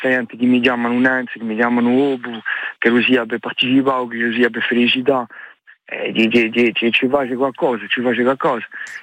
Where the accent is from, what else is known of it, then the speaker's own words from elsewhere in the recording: Corsica, France; en tant que Corse